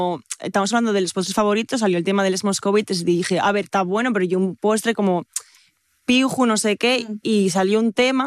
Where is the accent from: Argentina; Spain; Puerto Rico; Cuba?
Spain; Asturias; pero son de fuera. Son de Cantabria y de Valladolid, pero yo nací aquí, o sea, yo sí soy de aquí, entonces puedo decir, ahora mismo, viviendo en Oviedo, a pesar de ser de la cuenca